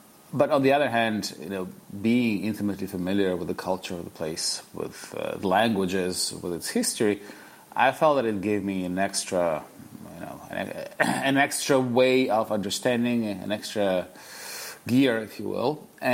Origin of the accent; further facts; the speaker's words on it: Kyiv, Ukraine; moved away as an adult; now in New York, United States; I started writing in Kiev, in Ukraine, which is my hometown, back when Ukraine was still part of the Soviet Union.